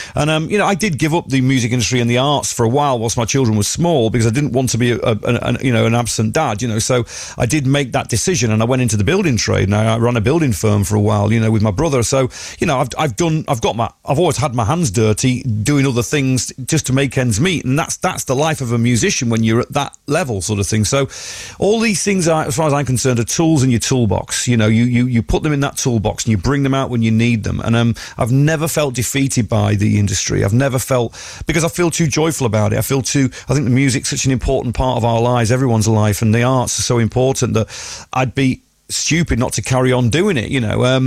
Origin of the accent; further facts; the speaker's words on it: Yorkshire and the Humber, United Kingdom; moved away as an adult; also born or lived in Lincolnshire; now in Somerset, United Kingdom; I love Yorkshire, of course I do. You know, I was actually born in Lincolnshire, but I grew up in Yorkshire. But Somerset's got a very special magic about it. I wouldn't move from Somerset